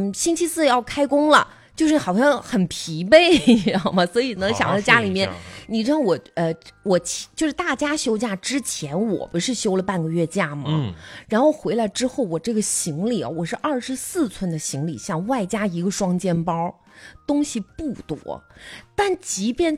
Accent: northern China, China; now in Dongguan, China; 我是北方人，但是其实我已经是东莞人了，因为我户口就是东莞的啊。

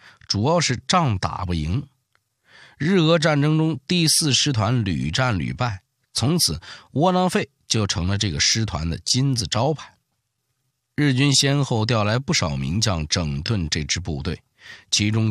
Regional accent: China; 我们中国人

